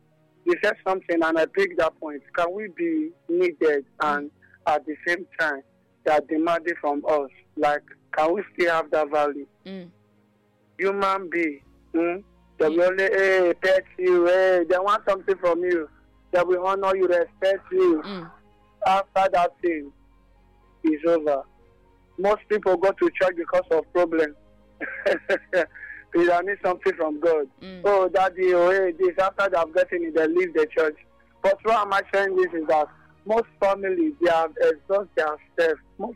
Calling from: Benin City, Edo, Nigeria; calling you from the city of Benin City.

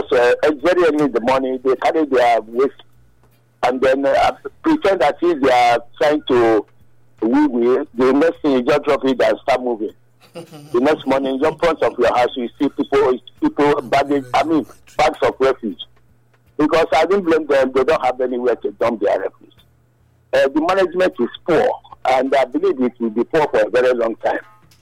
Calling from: Edo, Nigeria; where I reside in Obisom here.

